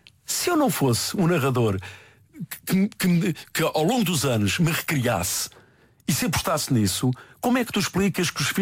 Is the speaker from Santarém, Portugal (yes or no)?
yes; Santarém, Portugal; Natural de Santarém, sou português.